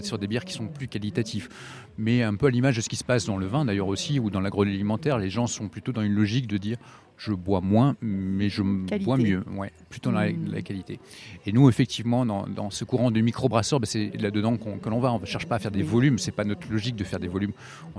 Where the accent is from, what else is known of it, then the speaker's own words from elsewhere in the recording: Belgium; moved away as an adult; now in Ancelle, France; on est belges tous les deux, hein, Valérie aussi. On s'est installé en 2000 à Ancel, alors plutôt par choix de vie hein, au départ.